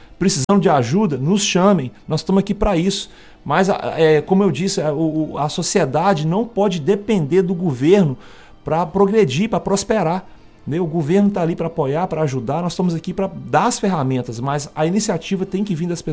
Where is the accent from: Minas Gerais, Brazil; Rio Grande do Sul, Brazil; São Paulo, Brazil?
Minas Gerais, Brazil; Governador Valadares; Eu sou nascido e criado em Valadares